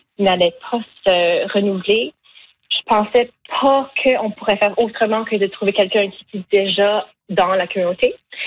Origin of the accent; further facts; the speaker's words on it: Acadia, Canada; born there; accent: Acadian (Chiac); first language French; moved away as an adult; also born or lived in Montreal; now in Northwest Territories, Canada; moi, en tant que personne qui a été née en Acadie, moi, je ne trouve pas que mon accent est laid. Je trouve que mon français, tu sais, j'ai grandi entre deux langues